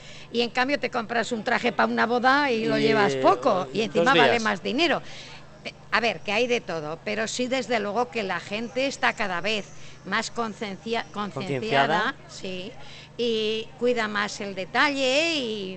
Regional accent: Almunia de San Juan, Aragon, Spain; moved away as an adult; now in Monzón, Spain; Yo soy de Almunia de San Juan

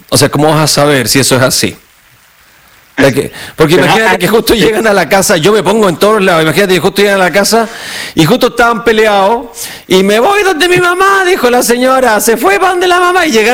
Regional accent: Chile; yo soy un chileno que pasa por lo menos una semana al mes en Caracas.

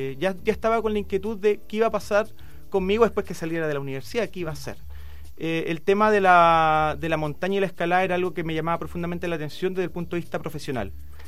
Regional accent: Valparaíso, Chile; entendiendo que si somos porteños, queremos la ciudad

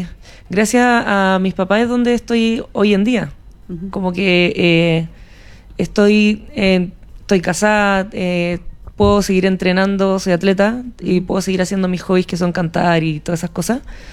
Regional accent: Santiago, Santiago Metropolitan Region, Chile; also born or lived in Valdivia; yo llegué muy chica, creo que eran 16 días de... nací en Valdivia, me fueron a buscar para allá directo y llegué directo a esta familia gigante. Pasamos por Talca a ver a mi tío y después seguimos directo a Santiago

